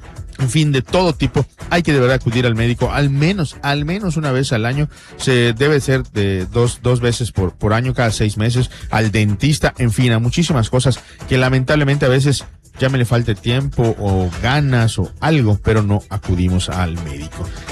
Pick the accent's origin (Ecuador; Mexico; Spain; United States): Mexico; al menos como mexicanos tenemos a veces un poco de desidia